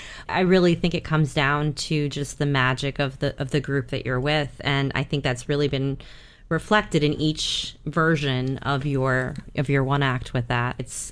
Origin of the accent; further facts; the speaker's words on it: New Jersey, United States; born there